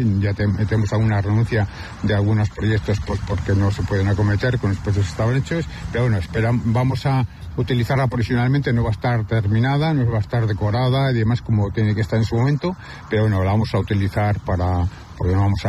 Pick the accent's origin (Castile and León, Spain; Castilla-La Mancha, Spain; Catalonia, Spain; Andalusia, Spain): Castile and León, Spain; Guardo; Bienvenidos a mi pueblo.